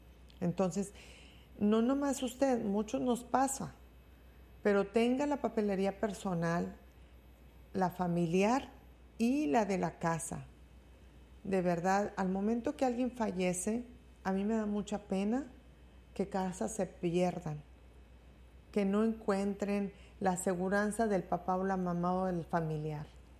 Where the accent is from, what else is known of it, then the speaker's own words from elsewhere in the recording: Mexico; moved away; nosotros como mexicanos